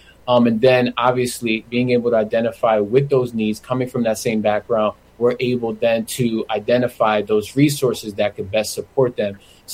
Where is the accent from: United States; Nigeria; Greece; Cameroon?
United States; Bridgeport, Connecticut; We're from Bridgeport. You know, my mother lives just down, you know, the road from the campus. I grew up in a home not too far from there. And had very similar struggles as a first generation and low income Latino from Bridgeport.